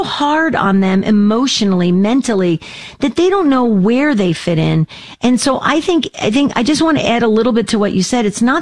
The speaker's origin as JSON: {"language": "English", "region": "New Jersey", "country": "United States", "tie": "born or raised there", "said": "My neighbors were all Jewish where I grew up in New Jersey."}